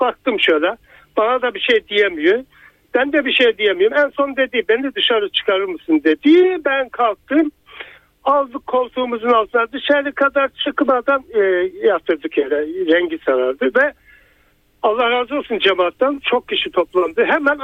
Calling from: Sakarya, Turkey; Ben Sakarya'dan

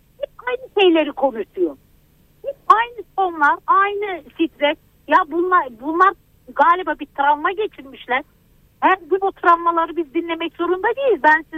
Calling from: Izmir, İzmir, Turkey; Ben İzmir'den arıyorum sizi.

